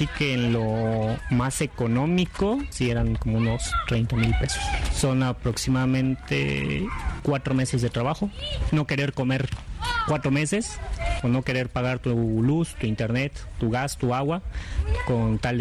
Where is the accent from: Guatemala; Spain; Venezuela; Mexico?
Mexico; El saber que iba a haber un mundial aquí en mi país me emocionó porque no viví el mundial de México 86